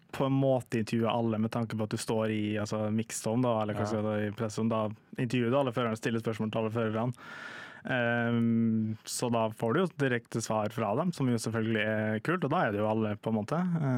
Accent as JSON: {"language": "Norwegian", "town": "Molde", "region": "Møre og Romsdal", "country": "Norway", "said": "men, jeg vet ikke om det er fordi jeg er fra Molde, eller hva det er, men det var, for der er det null bilsport"}